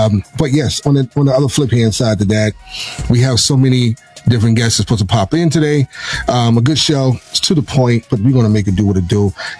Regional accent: New York City, New York, United States; I'm from Harlem

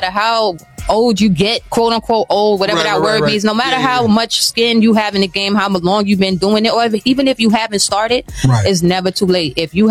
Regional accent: New York, United States; But I'm from New York.

